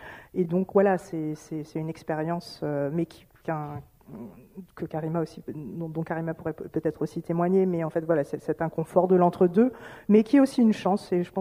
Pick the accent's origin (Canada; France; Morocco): France; Je suis donc née moitié-moitié, 50-50. Blanche et asiatique, française d'origine vietnamienne, métisse, comme on dit.